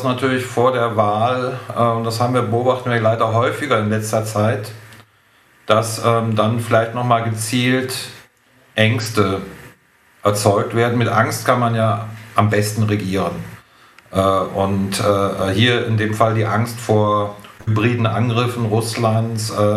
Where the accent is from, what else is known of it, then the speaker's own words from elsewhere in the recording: Aachen, North Rhine-Westphalia, Germany; Wir haben hier in Aachen, ich komme aus Aachen